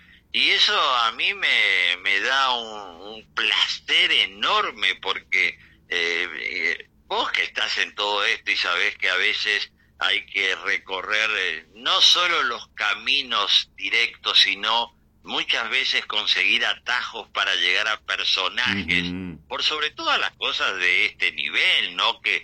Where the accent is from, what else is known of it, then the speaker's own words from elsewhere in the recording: Misiones, Argentina; a estos dos misioneros, como vos y yo